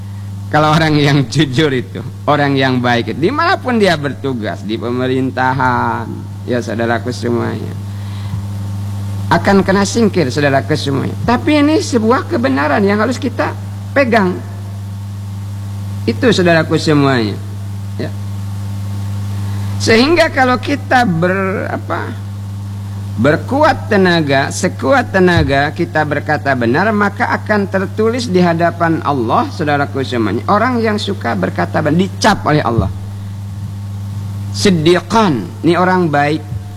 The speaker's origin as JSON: {"language": "Indonesian", "region": "Bangka Belitung Islands", "country": "Indonesia", "said": "kata kita orang Bangka."}